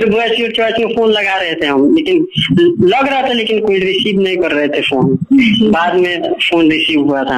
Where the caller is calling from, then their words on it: Baikunthpur, Bihar, India; मैं बैकुंठपुर से बोल रहा हूँ, मेरा जिला गोपालगंज पड़ता है।